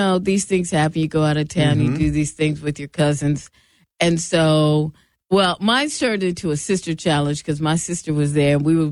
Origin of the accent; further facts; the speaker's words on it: Seattle, Washington, United States; moved away; I'm from Seattle, Washington.